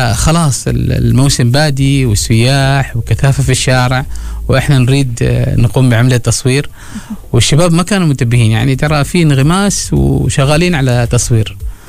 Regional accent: Oman; كلنا كعمانيين

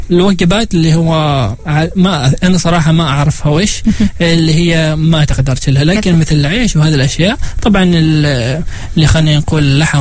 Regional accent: Oman; نحن في العمان نسميها عزبه

